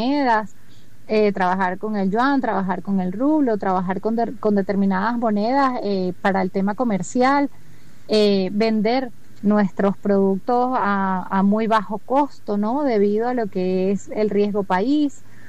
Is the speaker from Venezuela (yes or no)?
yes; Venezuela; en realidad somos todos los venezolanos los que estamos pidiendo